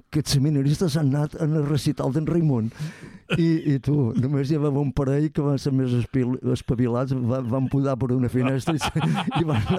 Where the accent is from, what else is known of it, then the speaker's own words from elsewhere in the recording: Ferreries, Balearic Islands, Spain; moved away; also born or lived in Mahón; Jo som de Ferreries, uh-huh, però després vaig anar a viure a Mó